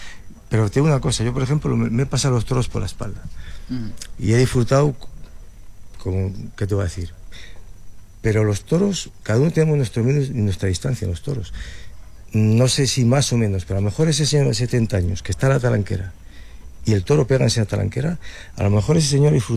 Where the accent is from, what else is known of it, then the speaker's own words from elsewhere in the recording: Peñafiel, Castile and León, Spain; Peñafiel es mi pueblo.